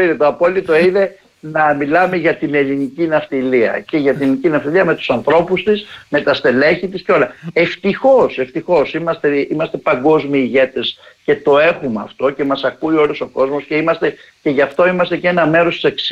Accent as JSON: {"language": "Greek", "country": "Greece", "said": "σαν Έλληνες που έχουμε το στόλο"}